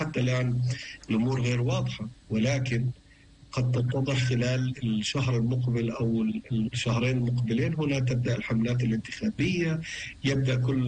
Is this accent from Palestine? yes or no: yes; Palestine; هذه مصيرية لنا كشعب فلسطيني، لأنه سرداد الحقوق هذا قضية مهمة لنا كفلسطيني.